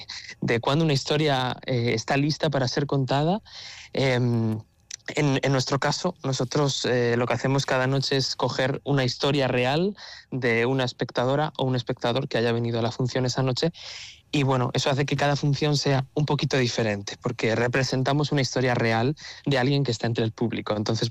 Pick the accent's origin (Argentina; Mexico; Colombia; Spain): Spain; Madrid, Community of Madrid; yo soy de Madrid